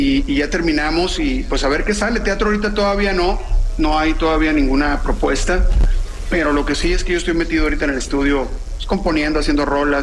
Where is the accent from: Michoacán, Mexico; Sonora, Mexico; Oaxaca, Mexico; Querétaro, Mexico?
Sonora, Mexico; moved away as an adult; also born or lived in Mexico City; yo tengo buen rato que me salí de mi tierra. Yo me salí de aquí, de mi tierra, en el 97.